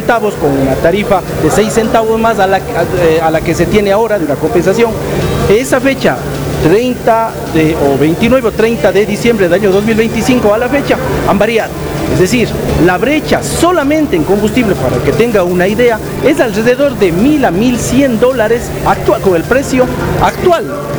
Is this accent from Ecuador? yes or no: yes; Cuenca, Azuay, Ecuador; los que somos cuencanos